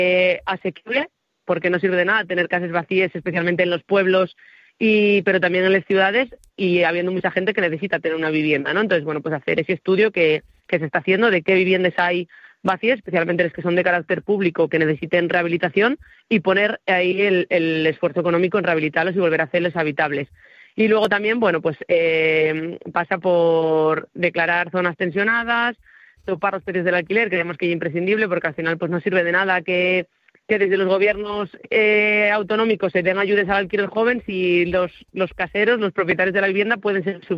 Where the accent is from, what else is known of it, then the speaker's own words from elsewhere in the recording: Asturias, Spain; en Asturias ahora mismo y emanciparse o adquirir una vivienda o un alquiler en Asturias, pues no somos precisamente los asturianos y asturianes.